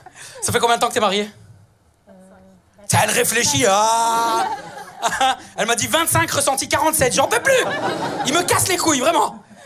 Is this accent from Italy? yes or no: yes; Italy; je suis italien, hyper romantique